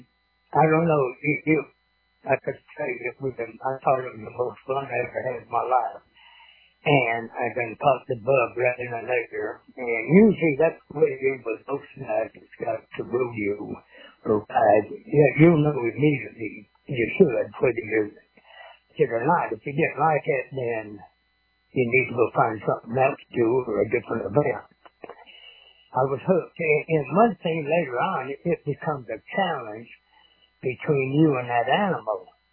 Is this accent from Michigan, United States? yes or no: yes; Owosso, Michigan, United States; Born and raised in Michigan. In fact, I got on my first bull up there when I was 15 years old, 1959, and got started in rodeo there in Michigan.